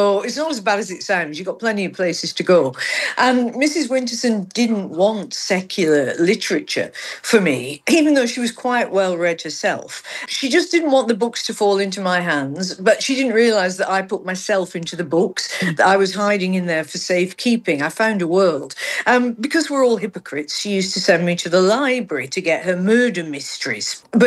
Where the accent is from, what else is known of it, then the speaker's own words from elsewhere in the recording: Accrington, North West England, United Kingdom; also born or lived in Manchester; I was adopted by religious folks in the working class town of Accrington, because I was born in Manchester, so I didn't move far.